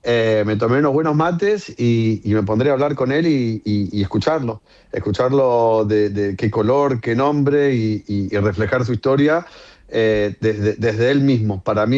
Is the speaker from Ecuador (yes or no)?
no; Argentina; obviamente como argentino, el cariño que le tengo